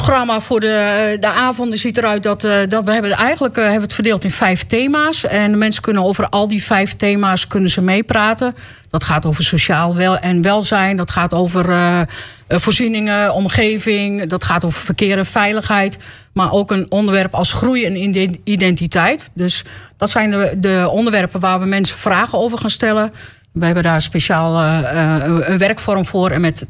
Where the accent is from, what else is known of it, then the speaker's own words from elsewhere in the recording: Luttelgeest, Flevoland, Netherlands; now in Marknesse, Netherlands; Want ik kom uit Luttelgeest. Maar toen ik 21 was getrouwd en ben ik in Mark Nessen terechtgekomen.